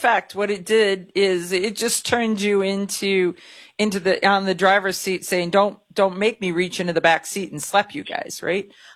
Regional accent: Ohio, United States; I'm from Ohio. So we're so close to the original 13 states that we feel like we're number 14.

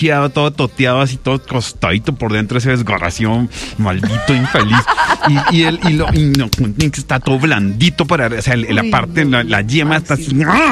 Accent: Santa Marta, Magdalena, Colombia; Ya es prohibido, pero como yo soy samario, que no sé si se acuerdan.

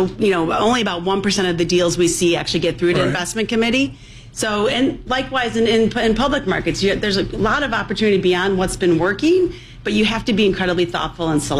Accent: Chicago, Illinois, United States; and I grew up on the South Side, went to Mother Macaulay High School.

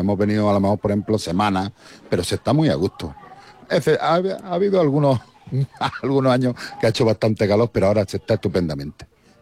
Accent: Spain; born there; Yo nací abajo en Elegide, pero mis padres son de toda la vida de aquí. Entonces tenemos vivienda aquí y subimos asiduamente.

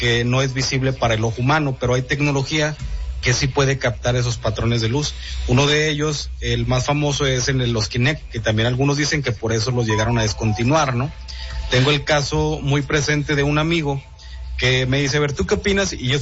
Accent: San Juan del Río, Durango, Mexico; Entonces, en mi pueblo es el segundo colonizado aquí en el estado de Durango. El primero fue Nombre de Dios y luego fue San Juan de Río en las misiones franciscanas.

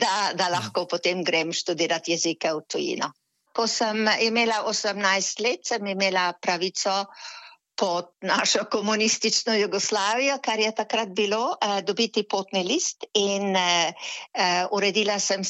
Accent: Šoštanj, Savinja, Slovenia; moved away as an adult; also born or lived in Svečina / London / Paris / Sydney; now in Queensland, Australia; rodila sem se pred 76 leti v Šoštanju in tam končala osnovno šolo

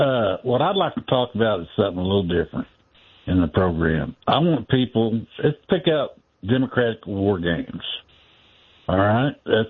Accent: Oklahoma, United States; People, and I come from Oklahoma, there's lots of miles out there.

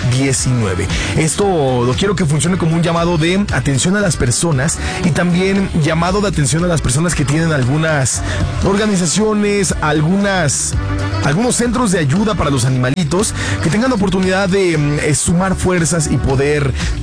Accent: Mexico; señores, somos nosotros los mexicanos.

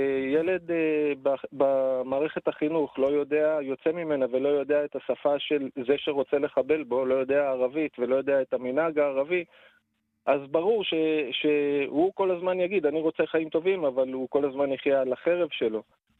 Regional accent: Jerusalem, Jerusalem District, Israel; moved away as an adult; also born or lived in Tel Aviv; now in Northern Israel; חודש לפני מלחמת לבנון השנייה עברתי לצפון מתל אביב. אני ירושלמי במקור, ואני הגעתי הנה ב-2005, תחילת 2006

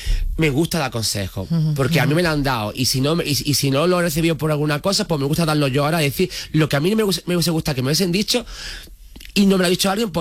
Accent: Jerez de la Frontera, Andalusia, Spain; En mi tierra estaba en Jerez.

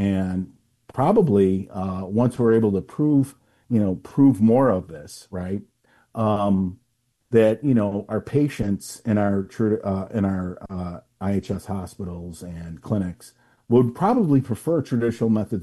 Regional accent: United States; we know as Indian people that our traditional methods of healing work.

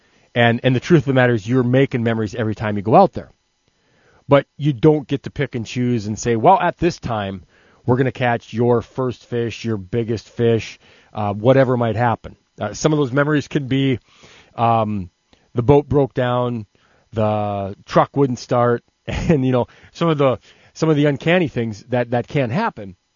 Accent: Williston, North Dakota, United States; I am a North Dakota native. I began my career, well, across the state. So I was born in Williston. I lived in Lemoore. I went to high school in Valley City

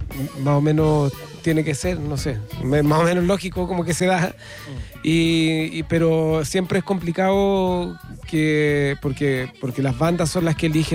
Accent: Chile; la primera vez que salimos de Chile fue el año 96 a Rock al Parque en Colombia.

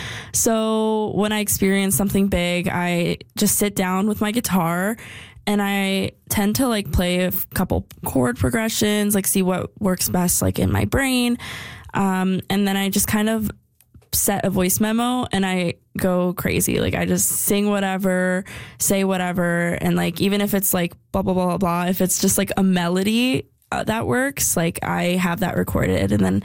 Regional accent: Calgary, Alberta, Canada; I am an artist from Calgary, Alberta.

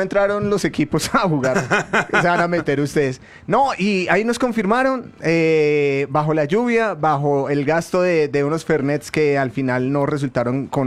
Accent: Ecuador; born there; Ahí la limpié. Nací en Ecuador.

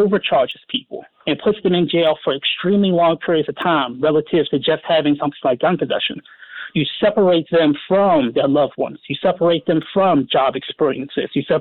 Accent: Baltimore, Maryland, United States; born and raised in West Baltimore. Neighborhoods like Poplar Grove, Frederick Avenue. Family eventually ended up going to Woodlawn, but I ended up graduating from City.

